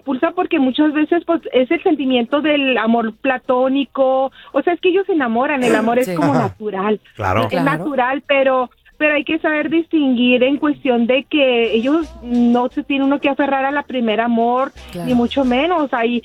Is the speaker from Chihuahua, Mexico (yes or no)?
yes; Chihuahua, Mexico; Yo soy de Chihuahua.